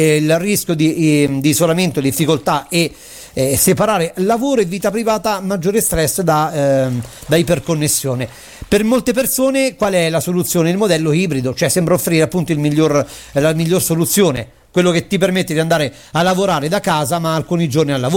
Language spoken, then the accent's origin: Italian; Campania, Italy; mi permette tranquillamente di essere qua al mio paese. Un saluto dalla Campania.